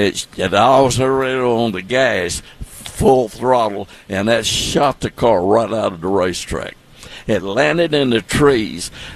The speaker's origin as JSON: {"language": "English", "town": "Nashville", "region": "Tennessee", "country": "United States", "tie": "born or raised there", "said": "I grew up in West Nashville."}